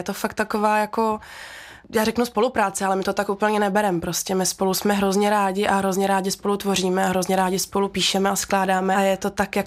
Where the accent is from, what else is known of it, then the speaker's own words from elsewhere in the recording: Prague, Czechia; born there; narodila jsem se v Praze, jsem se narodila, v minulém století ještě, v roce 98.